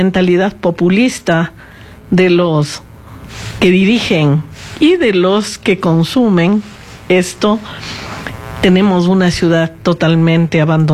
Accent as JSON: {"language": "Spanish", "town": "Quito", "region": "Pichincha", "country": "Ecuador", "said": "como quiteña que yo soy de 71 años, tengo dolor por mi ciudad"}